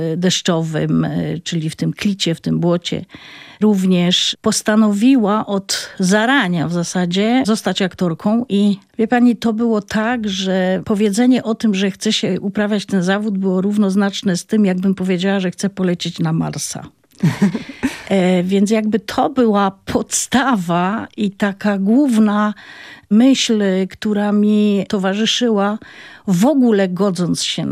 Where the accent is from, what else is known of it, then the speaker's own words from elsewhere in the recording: Świętochłowice, Silesian Voivodeship, Poland; ja urodziłam się w dzielnicy Świętochłowic Lipiny. To jest taka... Wtedy była spokojną dzielnicą, dzisiaj ma taką sławę, powiedziałabym, dość trudną.